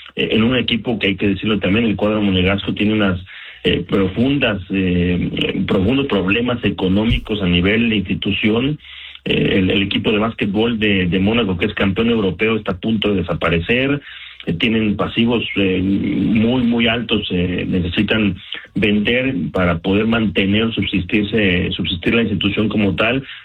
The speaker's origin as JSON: {"language": "Spanish", "country": "Mexico", "said": "es en contextualizar lo que estamos siendo como futbolistas mexicanos."}